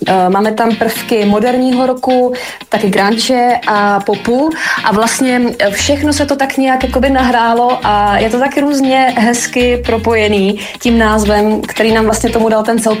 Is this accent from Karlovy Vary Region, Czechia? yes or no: yes; Nejdek, Karlovy Vary Region, Czechia; z kapely … Pocházíme z Nejtku u Karlových Varů